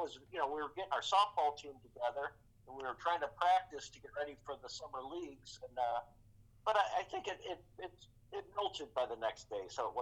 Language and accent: English; Cleveland, Ohio, United States; But I do remember this very vividly, especially growing up in Cleveland, because Kent State was only about 45-minute drive from where I grew up.